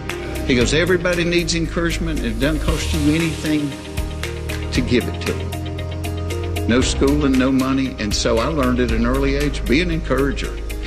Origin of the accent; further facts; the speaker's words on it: Hapeville, Georgia, United States; I grew up in Hapeville down by the airport.